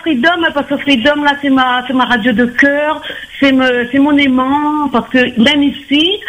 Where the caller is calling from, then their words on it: Petite-Île, Réunion; de la Petite Île.